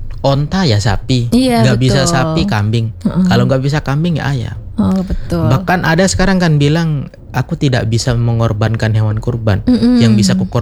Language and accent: Indonesian; Gerung, West Nusa Tenggara, Indonesia; di desa saya, yaitu Gerung ya.